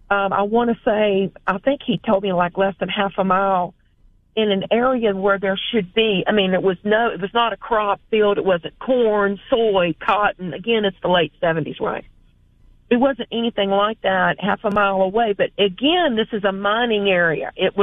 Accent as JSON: {"language": "English", "town": "Hampton", "region": "Virginia", "country": "United States"}